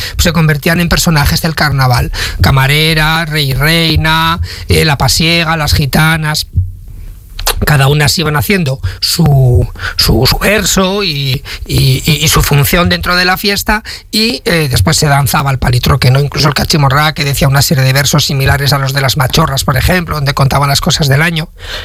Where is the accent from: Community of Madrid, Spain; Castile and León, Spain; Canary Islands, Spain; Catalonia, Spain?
Castile and León, Spain; Palazuelos de Eresma; eran las de mi pueblo, de Palazuelos, porque todavía, estando cerca de la capital